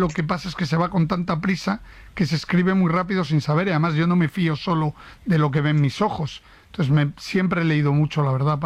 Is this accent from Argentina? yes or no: no; Community of Madrid, Spain; moved away; Yo soy un madrileño errante que hace 16 años me fui de aquí.